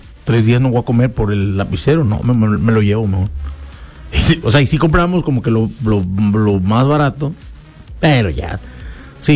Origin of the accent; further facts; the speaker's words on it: Mexico; Y como buen mexicano